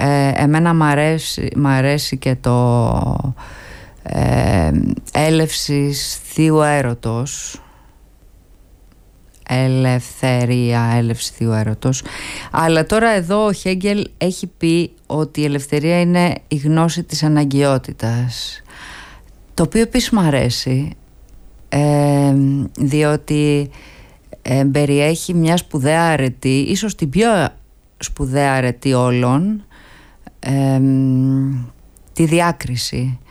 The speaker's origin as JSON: {"language": "Greek", "town": "Platanos", "region": "Thessaly", "country": "Greece", "said": "στο χωριό μου τον Πλάτανο Τρικάλων"}